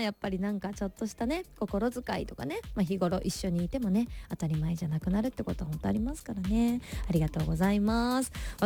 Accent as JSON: {"language": "Japanese", "town": "Hofu", "region": "Yamaguchi", "country": "Japan", "tie": "born or raised there", "said": "そして、おとといの晩は、地元山口県防府市のよそ"}